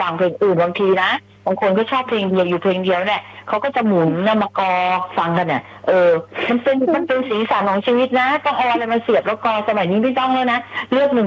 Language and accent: Thai; Bangkok, Thailand; born there; มาตัวกรุงเทพตั้งแต่เด็กๆนะก็เลยแบบว่าใต้ไม่เก่ง